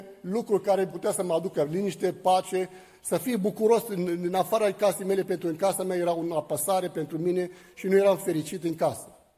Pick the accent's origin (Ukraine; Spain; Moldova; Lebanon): Lebanon; Romanian is a second language; now in Romania; sunt din Liban, m-am născut într-o familie de musulmani și aici.